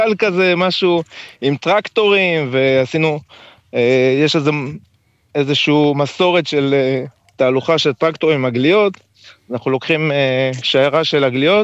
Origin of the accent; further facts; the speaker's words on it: Ne'ot Golan, Northern District, Israel; born there; אני עוד מעט בן 50 ואני נולדתי פה, כן?